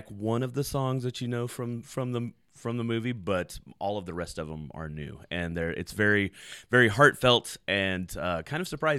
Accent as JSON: {"language": "English", "town": "Bryan", "region": "Texas", "country": "United States", "tie": "born there", "said": "So yes, I am from Bryan College Station. My family moved here when I was like 8."}